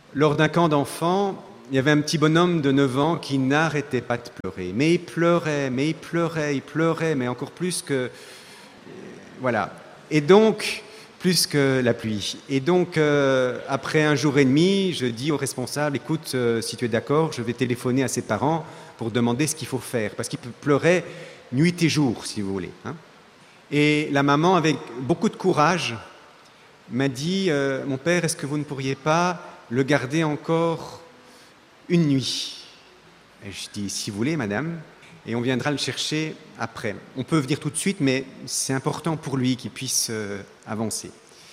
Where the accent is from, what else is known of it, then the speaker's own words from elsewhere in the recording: Belgium; moi je viens de Belgique